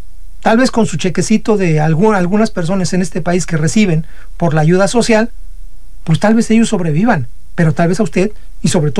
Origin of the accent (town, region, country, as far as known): Mexico